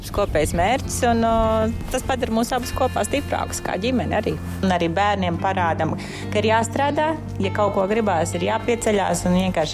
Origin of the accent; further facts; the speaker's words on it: Sausnēja, Madona Municipality, Latvia; Jā, es esmu no Sausnes, kas ir 10 km no Ērgļiem. Privāta māja, bet turpat bija skola, mamma bija skolotāja.